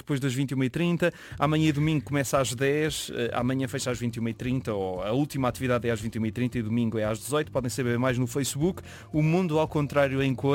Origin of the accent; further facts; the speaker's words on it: Porto, Portugal; born there; no centro comercial de Sedofeita, no Porto, Sedofeita onde eu nasci, pelo menos é como está na minha cédula de nascimento.